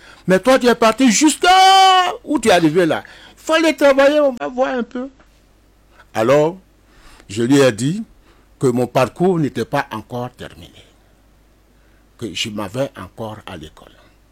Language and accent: French; Côte d’Ivoire; born there; also born or lived in Bouaké